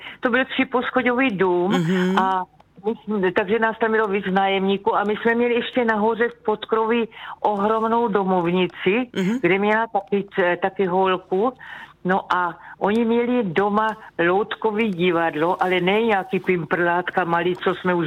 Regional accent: Brno, South Moravian Region, Czechia; moje rodiště bylo Brno, Černá Pole, no a to jsme byli na kopečku, tak samozřejmě krásné zahrady a nejkrásnější třešně

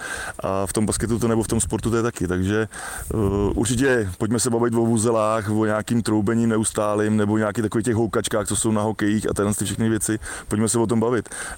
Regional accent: Děčín, Ústí nad Labem Region, Czechia; a u nás v Děčíně kor, jakoby, my to máme prostě rádi, to my to máme v krvi, my tady na severu to máme trošku složitější

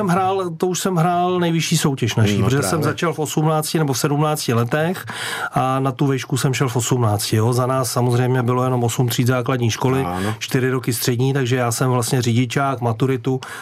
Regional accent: Litvínov, Ústí nad Labem Region, Czechia; jsem se narodil v Litvínově

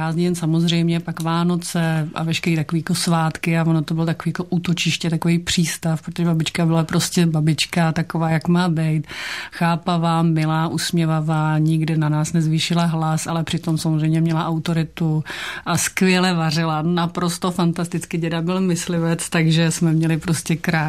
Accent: Prague, Czechia; Já jsem Pražačka, moje maminka teda z Moravy, z Kroměříže, ale táta už nežije, ale byl Pražák, takže jsem křtěná Vltavou, narodila jsem se tady.

